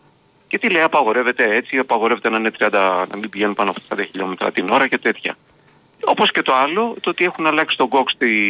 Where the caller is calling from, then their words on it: Kallithea, Nea Smyrni, Attica, Greece; Εγώ δηλαδή στα μέρη μας, Καλυθέα, Νέας Μήνη, Νότια Προάστη